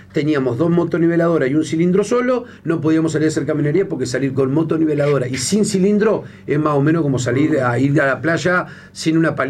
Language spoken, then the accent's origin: Spanish; Río Branco, Cerro Largo, Uruguay; acuérdense que soy de Río Branco.